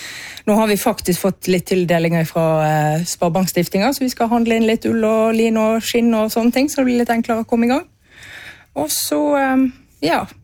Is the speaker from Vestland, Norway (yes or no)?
yes; Hyllestad, Vestland, Norway; jeg vokste opp i Kvenstensparken i Hyllestad.